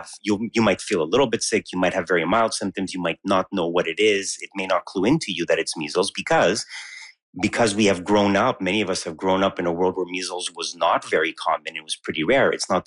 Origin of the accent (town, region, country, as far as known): Canada